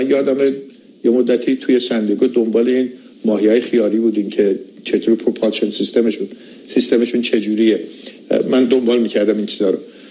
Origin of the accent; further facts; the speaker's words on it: Iran; واقعا داشتن همچین هموطنانی برای من به عنوان یک ایرانی باعث بسیار خیلی غرورآمیز و غرورانگیز.